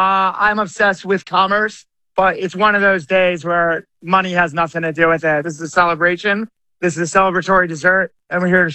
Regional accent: New Jersey, United States; born or raised there

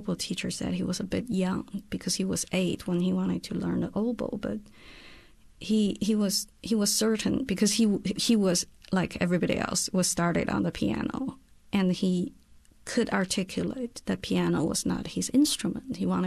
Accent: China; So I grew up in China, and for instance, when I was little, all the adults wou

